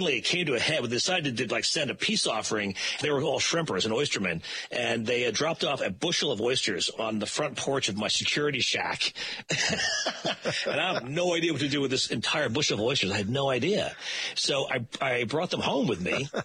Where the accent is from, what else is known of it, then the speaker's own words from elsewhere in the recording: Long Island, New York, United States; So the short story was that I grew up in New York, just on Long Island, just outside of New York, but I spent a lot of time in South Carolina.